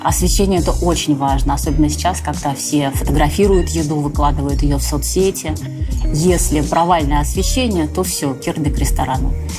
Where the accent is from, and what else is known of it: Russia